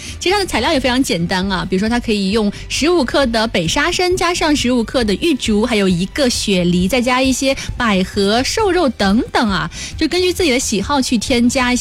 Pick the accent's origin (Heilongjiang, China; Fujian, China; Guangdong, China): Guangdong, China; 在咱们广东人应该是非常擅长的事情啊